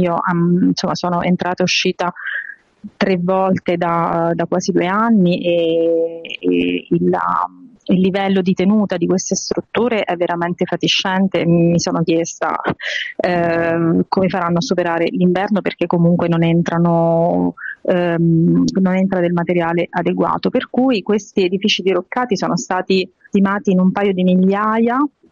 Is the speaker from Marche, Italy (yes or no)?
yes; Marche, Italy; Io sono marchigiana, sono in un territorio che è abbastanza piegato dal terremoto